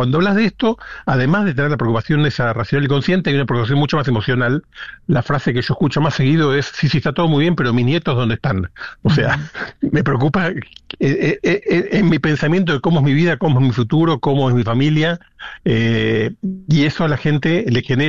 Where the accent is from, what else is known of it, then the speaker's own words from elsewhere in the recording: Rosario, Santa Fe, Argentina; born there; Cuando yo nací en Rosario hace 60 y pico de años